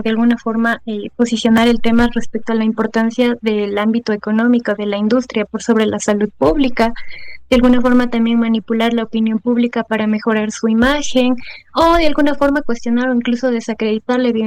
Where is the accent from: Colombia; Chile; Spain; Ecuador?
Ecuador; todos nosotros como ecuatorianos tenemos la posibilidad de presentarnos frente a la Asamblea, dado que somos ecuatorianos